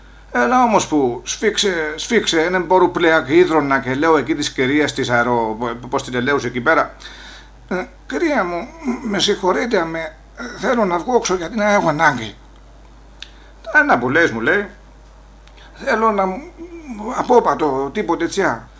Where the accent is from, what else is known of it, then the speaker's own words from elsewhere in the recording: Olympos, South Aegean, Greece; γιατί να είμαι από την Όλυπο της Καρπάδου και θεωρώ πως έχουμε καλή εταιρεία.